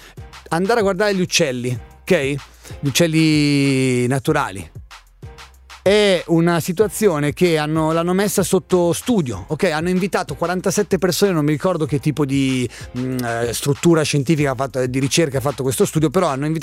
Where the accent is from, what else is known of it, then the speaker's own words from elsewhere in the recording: Bresso, Lombardy, Italy; Vengo da Bresso. A Bresso ho la mia casetta con un piccolissimo giardino